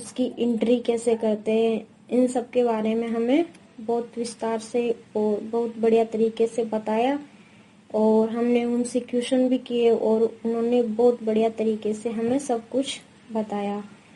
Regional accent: Rajasthan, India; मैं बारा जिले के मुसेन माता गांव की रहने वाली हूँ।

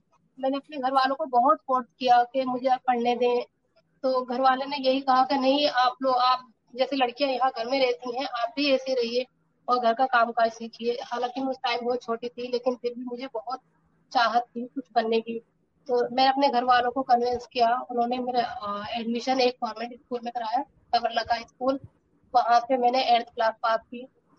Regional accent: Rampur, Uttar Pradesh, India

